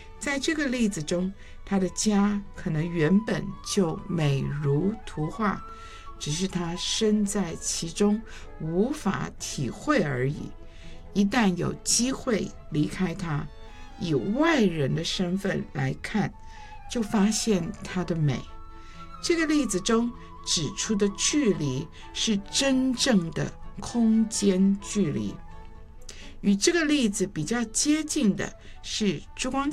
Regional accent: Shanghai, China; 特别我是上海人，上海人是农农农，就是你，我听我父亲都是农怎么样农怎么样

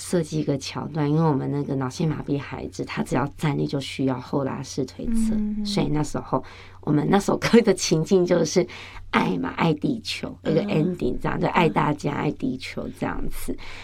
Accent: southern Taiwan, Taiwan; now in New Taipei, Taiwan; 因为我是南部，我是客家人，所以我们就报名了客语组

